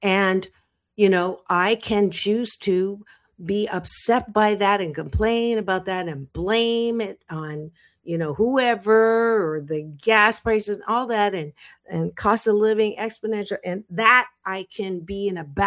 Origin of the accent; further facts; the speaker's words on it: Canada; born there; because I was born in Canada